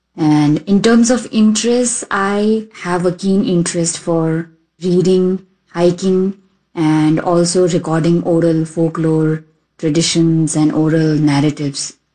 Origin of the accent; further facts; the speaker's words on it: Spiti Valley, Himachal Pradesh, India; I come from Spiti Valley. I am 25 years old.